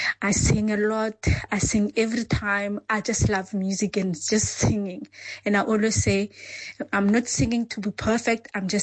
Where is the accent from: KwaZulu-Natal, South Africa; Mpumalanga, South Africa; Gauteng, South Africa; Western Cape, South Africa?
Western Cape, South Africa; Cape Town; Hello, Dr. John and the team. … from Cape Town.